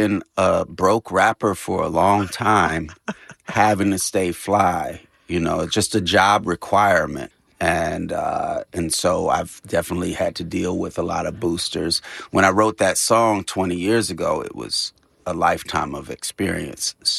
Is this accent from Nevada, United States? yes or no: no; California, United States; obviously, I come from the Bay Area, so I'm going to, you know, shoot shots on that behalf.